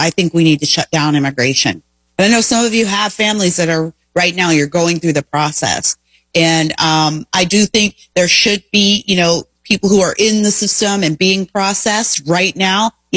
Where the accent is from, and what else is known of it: Canada; moved away as an adult; now in United States